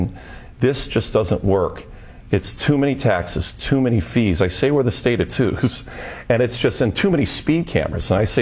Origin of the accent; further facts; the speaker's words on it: East Greenwich, Rhode Island, United States; in East Greenwich alone, in my hometown, our property taxes went up 7%.